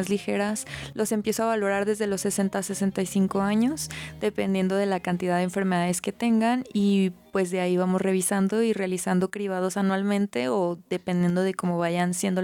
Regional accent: Zacatecas, Mexico; born there; Sí, soy de aquí de nacimiento

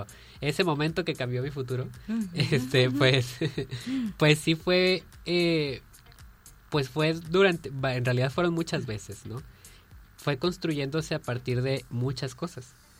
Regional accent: Zapopan, Jalisco, Mexico; moved away as an adult; now in Colima, Mexico; Yo soy de Guadalajara, de Zapopan, Jalisco.

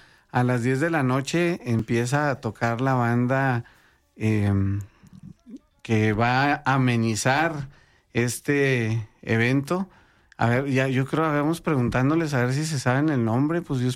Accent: Mexico; podamos siempre sentirnos orgullosos de ser mexicanos.

